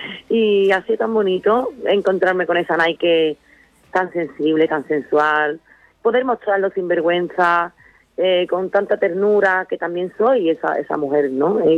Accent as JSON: {"language": "Spanish", "town": "Sanlúcar de Barrameda", "region": "Andalusia", "country": "Spain", "moved": "yes", "said": "Yo cada vez que vengo a mi tierra"}